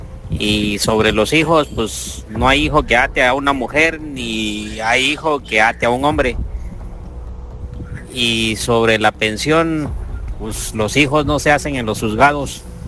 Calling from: Tonalá, Chiapas, Mexico; Saludos desde aquí de Tonalá, Chiapas.

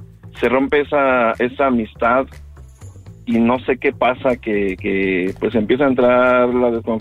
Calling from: León, Guanajuato, Mexico; No hablo de Mexicali, pero hablo de León, Guanajuato.

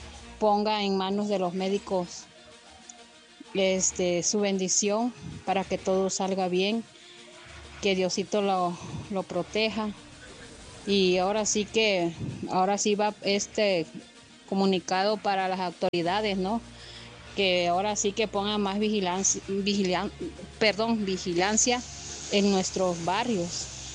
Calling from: Cintalapa, Chiapas, Mexico; De nuestro barrio, de nuestro municipio de Cintalapa.

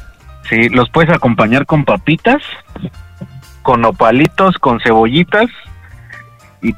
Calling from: Tlalnepantla, State of Mexico, Mexico; ¿Qué pasó, mi diablito? … de Tlanepantla.

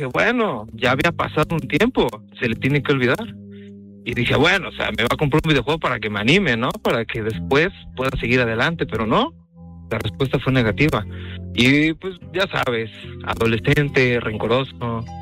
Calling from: Mexico City, Mexico; Estoy en Ciudad de México

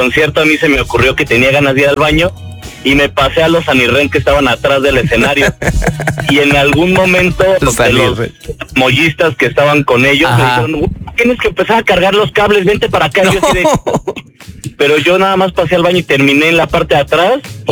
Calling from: State of Mexico, Mexico; del Establo de México.

